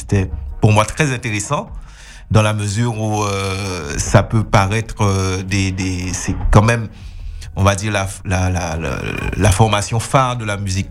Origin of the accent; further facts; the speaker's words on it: Guadeloupe; je viens de la Guadeloupe.